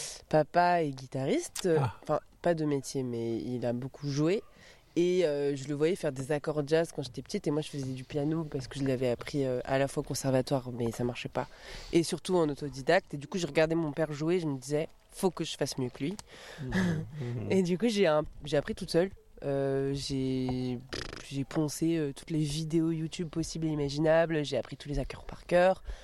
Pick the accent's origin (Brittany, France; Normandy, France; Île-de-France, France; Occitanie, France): Île-de-France, France; Paris; Je suis malheureusement parisienne.